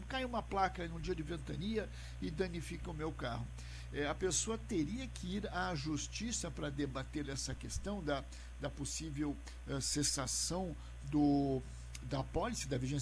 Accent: Porto Alegre, Rio Grande do Sul, Brazil; eu sou de Porto Alegre também

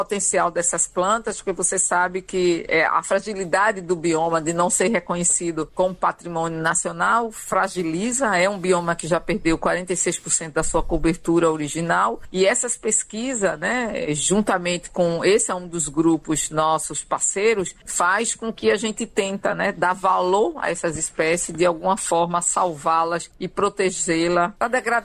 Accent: Northeast Region, Brazil; mas somos nordestinos, esse povo tão guerreiro

